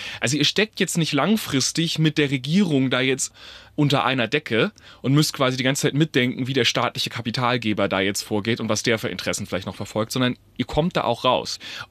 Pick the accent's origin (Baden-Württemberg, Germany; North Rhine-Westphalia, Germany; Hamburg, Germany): Baden-Württemberg, Germany; Heilbronn; born or raised there